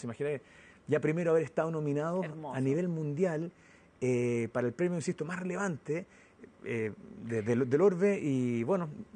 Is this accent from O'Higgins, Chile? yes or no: yes; Rancagua, O'Higgins, Chile; Esto viene en equipo, pero la primera idea, yo soy de Rancagua, estaba trabajando en la India hace 20 años.